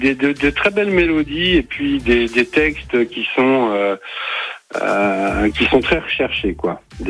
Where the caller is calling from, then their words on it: La Farlède, Provence-Alpes-Côte d'Azur, France; À La Farlèze.